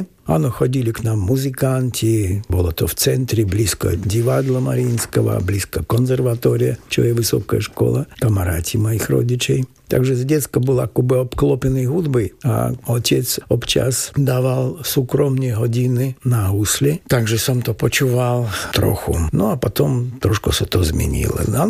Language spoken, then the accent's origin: Slovak; Russia; moved away as an adult; now in Banská Bystrica, Slovakia; som sa tam narodil. Čo sa týka ruského pôvodu, je to trošku komplikovanejšie. Nie som čistý Rus, mám veľa iných krovi. Môj starý otec bol Ukrajinec, môj otec sa narodil v Vinnice